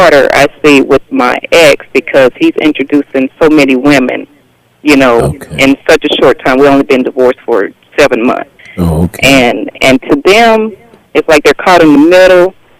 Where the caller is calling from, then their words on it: Fayetteville, North Carolina, United States; I'm calling from Fayetteville, North Carolina.